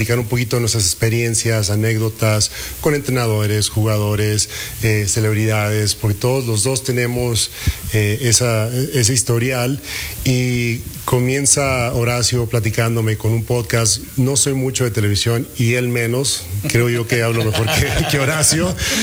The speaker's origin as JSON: {"language": "Spanish", "region": "Chihuahua", "country": "Mexico"}